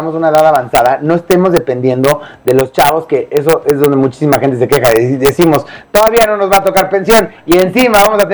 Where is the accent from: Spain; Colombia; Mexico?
Mexico; que tristemente, Pau, nosotros como mexicanos no tenemos una cultura de ahorro.